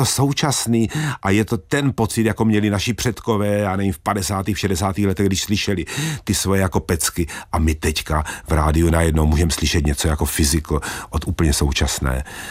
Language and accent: Czech; Brno, South Moravian Region, Czechia; Jsem teda z Brna